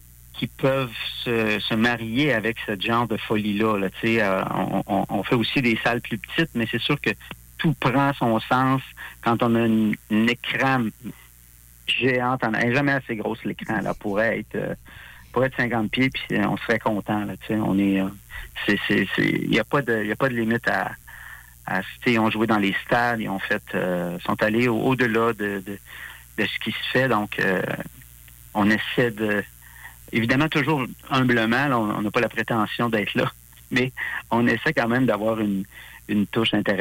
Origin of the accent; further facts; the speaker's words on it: Thetford Mines, Quebec, Canada; moved away as an adult; now in Quebec City, Canada; Moi, je suis originaire de Thetford Mines.